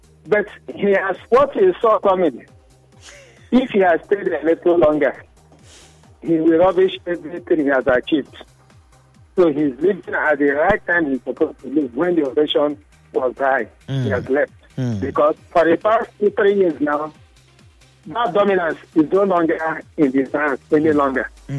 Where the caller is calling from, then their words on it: Rivers, Nigeria; I'm calling from Elelewo.